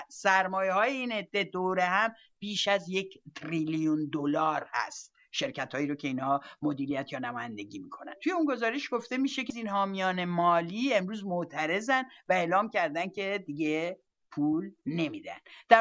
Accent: Iran; بالاخره ما ایرانی هستیم

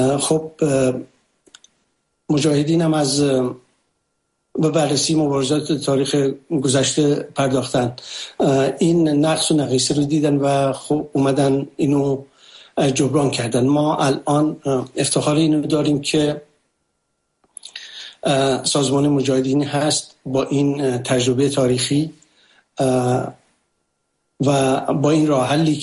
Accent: Iran; برای اینکه من به عنوان یک ایرانی بتونم در این برنامه شرکت بکنم و صدای مردم ایران باشم

